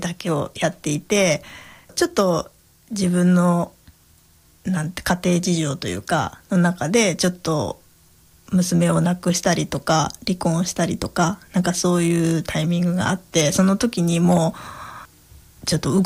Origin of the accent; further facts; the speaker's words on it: Nagoya, Aichi, Japan; born there; moved away; たまたま最初名古屋の生まれた時は名古屋に住んでたので、